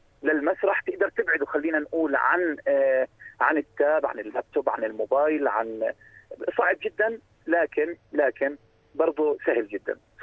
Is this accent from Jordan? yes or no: yes; Jordan; لما نحكي إنه إحنا من الأردن نلاقي في احترام خاص لثقافتنا ولحضورنا الأردني.